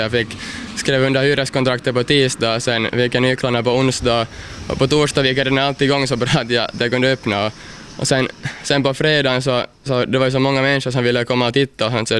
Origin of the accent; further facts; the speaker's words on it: Pargas, Southwest Finland, Finland; Jag är nog hemma från Mielisholm och min farfar är faktiskt hemma här från Kirjais också. Så att jag är nog hela min släkt härifrån regionen, när regionen och Pargas.